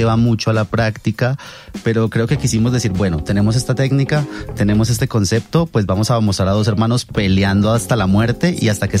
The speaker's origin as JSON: {"language": "Spanish", "country": "Colombia", "said": "como colombianos, es que tenemos una mezcla de muchas cosas y nuestras raíces indígenas como que no están como muy claras para todos, incluso para nosotros."}